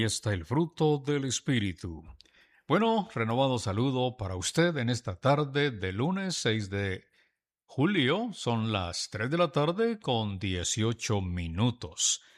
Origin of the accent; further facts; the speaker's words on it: San Pedro Necta, Huehuetenango, Guatemala; born there; nací en Huehuetenango hace varios años, no muchos. Allá mi padre era pastor de una iglesia centroamericana, en un pueblecito que se llama San Pedro Necta, Huehuetenango.